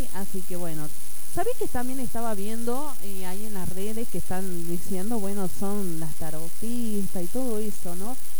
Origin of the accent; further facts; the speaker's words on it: Argentina; si no sufrimos, no somos argentinos, ¿no?